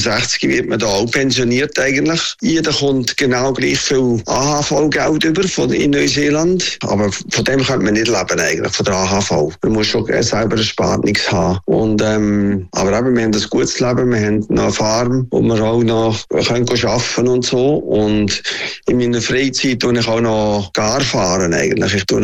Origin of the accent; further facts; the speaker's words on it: Switzerland; Und ich bin im Buddhisholz in einer Garage aufgewachsen und hatte keine Chance gehabt für einen Betrieb über das Nein in der Schweiz eigentlich.